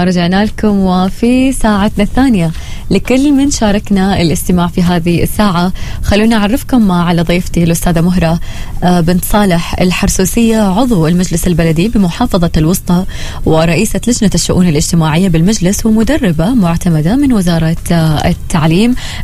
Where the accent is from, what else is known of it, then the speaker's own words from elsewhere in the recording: Oman; نحن كعمانيين